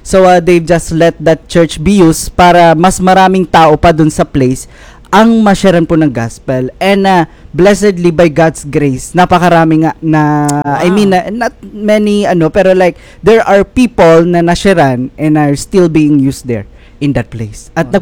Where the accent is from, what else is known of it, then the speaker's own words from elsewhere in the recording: Calasiao, Pangasinan, Philippines; moved away; And I am from Kalasyaw, Pangasinan originally. So basically, doon ako lumaki, and at the same time, doon na rin ako nakakilala sa Panginoon.